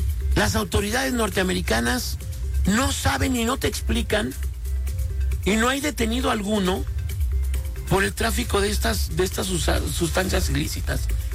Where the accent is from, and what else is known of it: Mexico